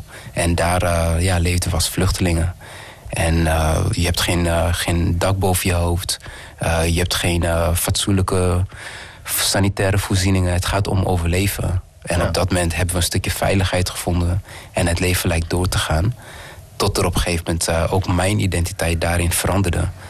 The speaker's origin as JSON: {"language": "Dutch", "country": "Rwanda", "tie": "born or raised there", "moved": "yes", "said": "ik ben geboren in Rwanda."}